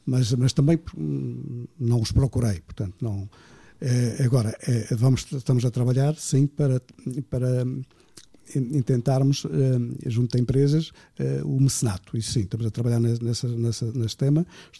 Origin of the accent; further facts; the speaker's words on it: Penamacor, Centro, Portugal; born there; moved away; lá na minha aldeia, lá em Panamacor